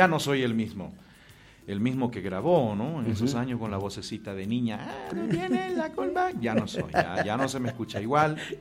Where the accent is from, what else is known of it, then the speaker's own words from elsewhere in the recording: Riberalta, Beni, Bolivia; now in United States; Mi tierra, mi bella Ribera Alta, que yo siempre la menciono. Estoy siempre allá. Ayer llegué de allá. Estuve allá.